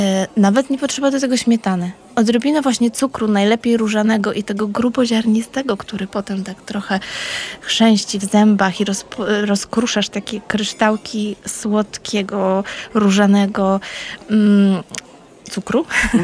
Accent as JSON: {"language": "Polish", "region": "Warmian-Masurian Voivodeship", "country": "Poland", "tie": "born there", "said": "Ja się urodziłam na Warmii."}